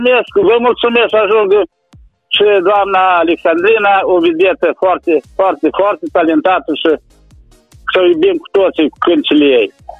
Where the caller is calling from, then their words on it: Moldova; Eu sunt din Leșene Vechi